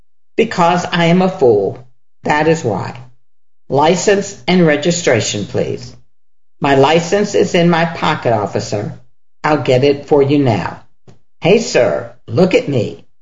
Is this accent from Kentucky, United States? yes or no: yes; Kentucky, United States; I told him I was from Kentucky.